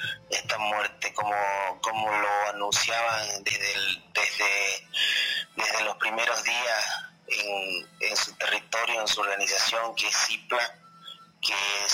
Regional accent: Bolivia; miembro de la Red de Comunicadores Indígenas de CEPILAP. También soy parte del pueblo indígena Tacana.

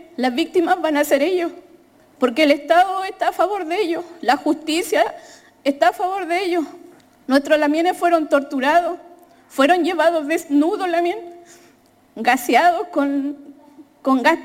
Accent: Temucuicui, Araucanía, Chile; Me siento orgullosa de ser de Temucuicui

